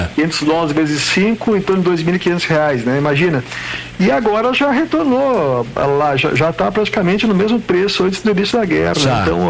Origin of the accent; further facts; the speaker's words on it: Brazil; A gente é brasileiro